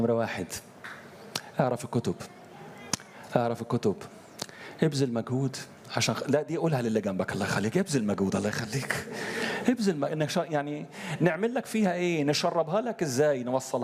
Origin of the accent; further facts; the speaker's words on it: Upper Egypt, Egypt; زي ما كان يقول عندنا في الصعيد